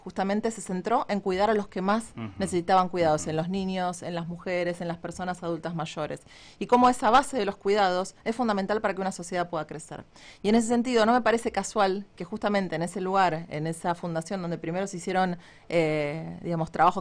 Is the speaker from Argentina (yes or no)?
yes; Argentina; nuestra identidad nacional como argentinos